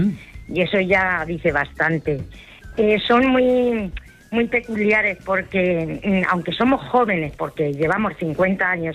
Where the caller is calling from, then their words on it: Almansa, Castilla-La Mancha, Spain; Aquí en Almansa no son gachas, son gachamiga.